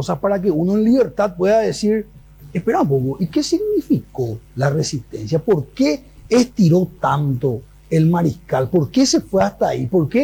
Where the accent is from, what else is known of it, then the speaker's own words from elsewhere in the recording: Paraguay; yo nací y crecí en una familia trabajadora paraguaya.